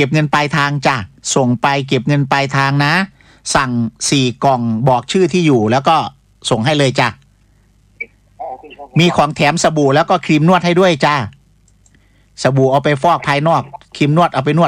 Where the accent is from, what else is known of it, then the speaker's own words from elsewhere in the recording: Isan, Thailand; accent: Isan; ก็ต้องฉุดคิดนะว่าเราเนี่ยพูดภาษาอีสานพี่น้องทางภาคใต้ฟังก็ไม่ค่อยรู้เรื่อง